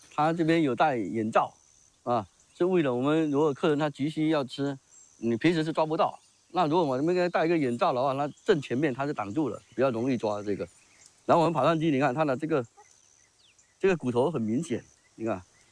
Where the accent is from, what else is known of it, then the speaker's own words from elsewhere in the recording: Fujian, China; accent: Minnan; 我们闽南话有丑年